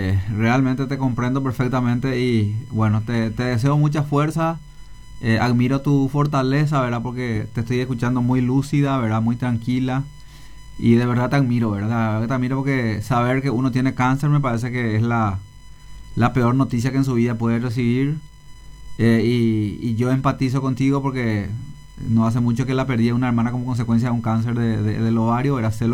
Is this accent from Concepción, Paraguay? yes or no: yes; Concepción, Paraguay; now in Ciudad del Este, Paraguay; acá en Ciudad del Este también, yo particularmente también soy de Concepción, ¿verdad? Acá habemos muchos concepcioneros